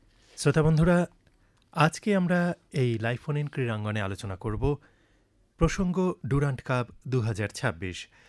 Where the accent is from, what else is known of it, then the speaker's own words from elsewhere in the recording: India; আমরা একজন ভারতীয় হিসেবে গর্ববোধ করতেই পারি।